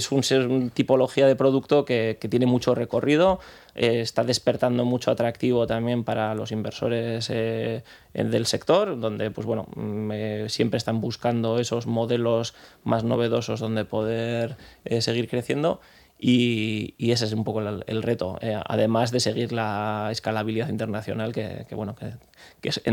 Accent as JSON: {"language": "Spanish", "town": "Bilbao", "region": "Basque Country", "country": "Spain", "said": "Por supuesto, somos de Bilbao."}